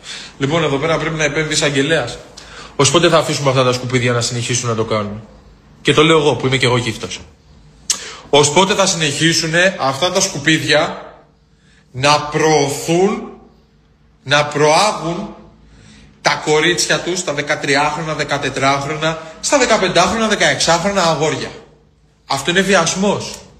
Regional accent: Greece; είμαι Έλληνας τσιγκάνος

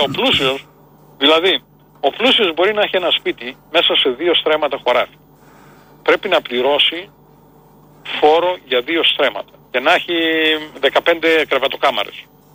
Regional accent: Kastoria, Western Macedonia, Greece; Αλλά εγώ δεν είμαι πατρινός, εγώ είμαι Καστοριανός.

